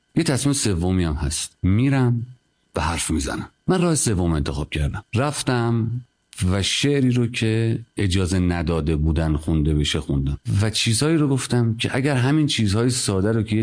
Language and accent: Persian; Varamin, Tehran Province, Iran; برای اینکه من تو ورامین بزرگ شدم،